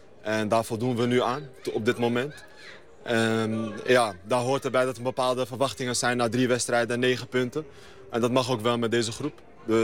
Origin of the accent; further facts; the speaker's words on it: Amsterdam, North Holland, Netherlands; ik kom uit Amsterdam. Ik heb heel lang bij DWS gevoetbald.